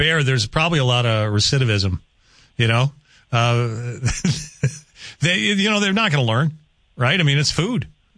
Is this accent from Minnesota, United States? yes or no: yes; Minnesota, United States; We had in the town I grew up in Minnesota, actually, Blue Mound State Park, they have a fenced-in area where there are buffalo.